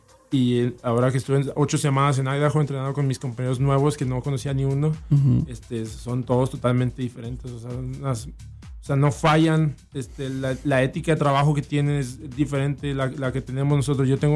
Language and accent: Spanish; Camargo, Chihuahua, Mexico; also born or lived in Juárez / Lacey, Washington; Soy jugador de básquetbol. Soy un chihuahuense. Nacido en Juárez, criado en Camargo.